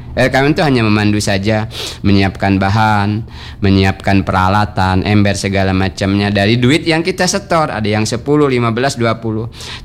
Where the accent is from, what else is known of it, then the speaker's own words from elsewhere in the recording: Bangka Belitung Islands, Indonesia; Wajahnya ketak, kata kita orang Bangka, yang terbuka, enggak boleh ditutup, ya.